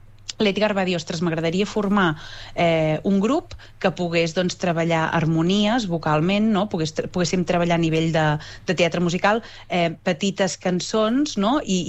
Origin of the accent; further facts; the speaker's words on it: Olot, Catalonia, Spain; Com que jo sóc d'Olot